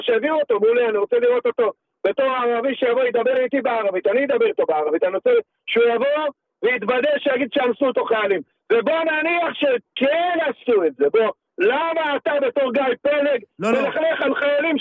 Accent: Morocco; now in Israel; באתי ממרוקו.

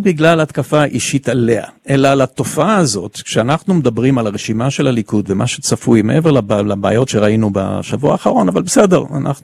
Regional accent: Ashkelon, Southern District, Israel; אני גדלתי באשקלון, כל אחד מאיתנו שמגיע מהפריפריות

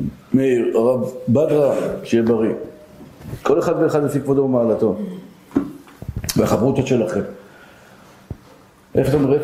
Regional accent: Tel Aviv, Tel Aviv District, Israel; אני גדלתי בשכונת התקווה. אצלנו מלשינים, היינו מוחקים אותם.

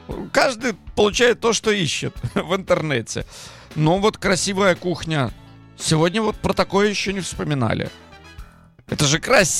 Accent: Gomel, Gomel Region, Belarus; Даже достопримечательность моего родного города Гомеля, дворцово-парковый ансамбль, который занесен в ЮНЕСКО, тоже имеется.

